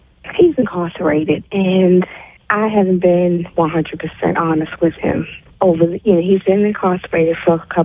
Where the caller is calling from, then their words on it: Georgia, United States; I'm calling from Georgia.